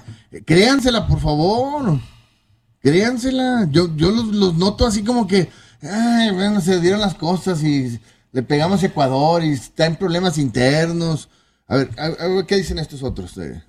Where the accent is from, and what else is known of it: Mexico